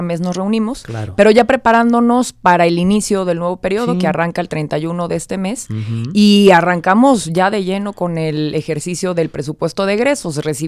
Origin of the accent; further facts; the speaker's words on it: Jalisco, Mexico; sí, soy jalisciense